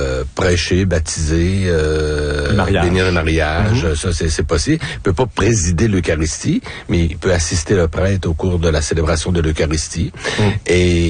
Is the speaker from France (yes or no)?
yes; Saint-Thomas-Didier, France; J'étais ordonné dans mon village natal, Saint-Thomas-Didier.